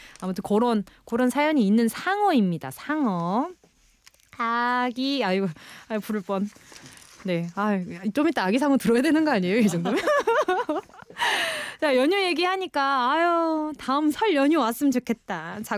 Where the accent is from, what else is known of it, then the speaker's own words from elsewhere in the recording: Busan, South Korea; moved away; 아니 고향이 부산이면 다 북항이 북항이 본 거냐고 그랬어요.